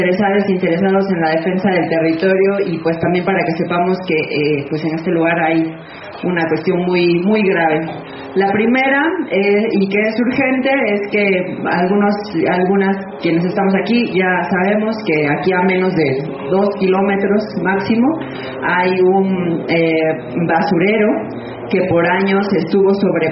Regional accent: Tehuacán, Puebla, Mexico; yo soy de aquí, de Tehuacán, en donde estamos

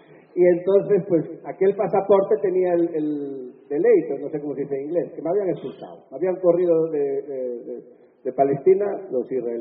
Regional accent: Galicia, Spain; Pero como soy gallego, y payaso, y hombre, o sea, las tengo todas

